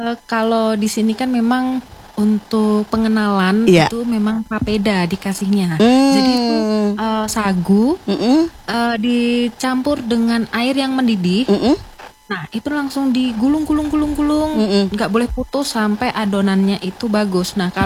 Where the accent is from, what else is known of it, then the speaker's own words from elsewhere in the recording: Central Java, Indonesia; now in Manokwari, Indonesia; Saya malah dari Jawa Tengah.